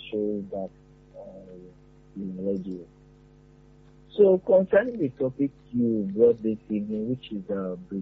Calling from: Akwata, Southwest Region, Cameroon; I'm calling from Akwata.

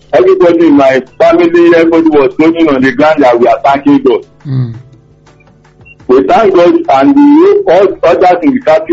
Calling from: Apatata, Nigeria; from Apatata.

